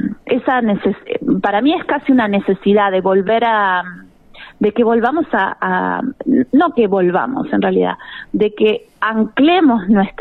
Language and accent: Spanish; Argentina